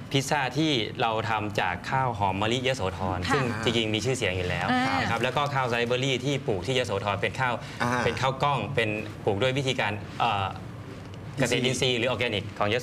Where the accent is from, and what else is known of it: Isan, Thailand